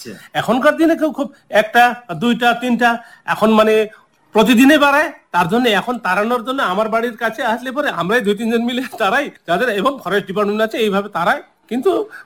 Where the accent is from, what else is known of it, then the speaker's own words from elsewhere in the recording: Fulbari, Jalpaiguri district, West Bengal, India; আমার মানে বয়স এখন 54 প্লাস, আমি আমার জন্ম এখানে।